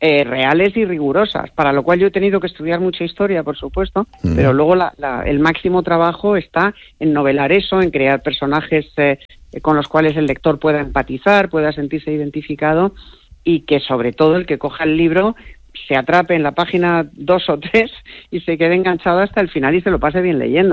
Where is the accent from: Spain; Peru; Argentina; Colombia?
Spain; O sea, yo soy española, me siento muy orgullosa de ser española, me siento muy orgullosa de mis raíces